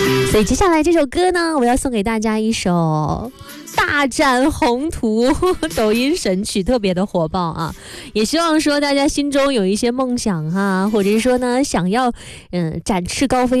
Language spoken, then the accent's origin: Chinese; Tangshan, Hebei, China; born or raised there; now in Nanjing, China